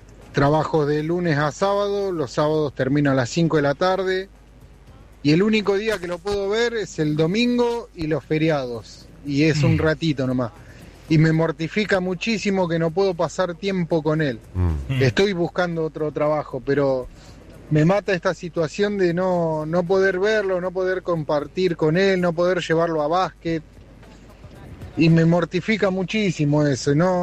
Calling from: San Martín, Buenos Aires Province, Argentina; yo vivo en San Martín.

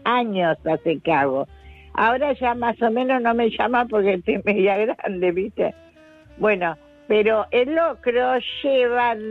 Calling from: Hurlingham, Buenos Aires Province, Argentina; soy de Hurlingham.

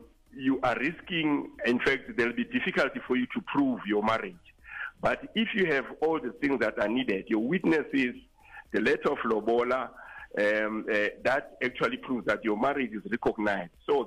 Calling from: Bloemfontein, Free State, South Africa; I'm based in Bloemfontein.

